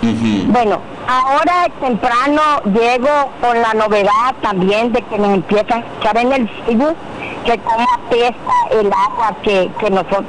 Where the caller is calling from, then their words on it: Jiquipilas, Chiapas, Mexico; yo estimo a mi pueblo porque soy de Jiquipila.